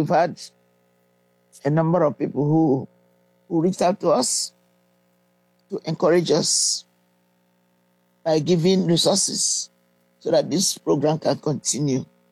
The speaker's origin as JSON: {"language": "English", "country": "Nigeria", "tie": "born or raised there", "said": "Thank God I was raised in the Anglican Church in Africa, in Nigeria."}